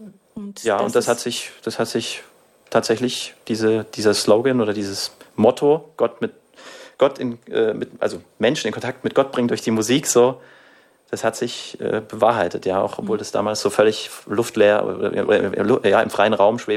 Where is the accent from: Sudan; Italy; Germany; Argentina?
Germany; Bavaria; accent: Upper Palatinate dialect (Oberpfälzisch); first language Upper Palatinate dialect (Oberpfälzisch); Meine Mama kommt aus der Oberpfalz. Oberpfälzisch ist meine Muttersprache.